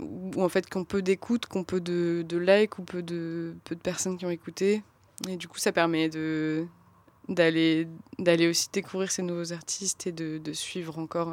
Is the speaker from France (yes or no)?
yes; Toulouse, Occitanie, France; moi je viens de Toulouse et à Toulouse il y a eu une très très grosse importation de la musique UK